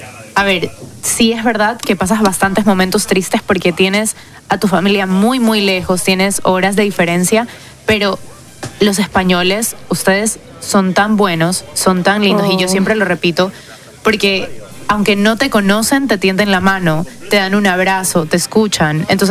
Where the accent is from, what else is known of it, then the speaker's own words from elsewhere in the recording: Ecuador; now in Madrid, Spain; Ah, bueno, yo soy de Ecuador. Entonces, claro, estoy en otro continente.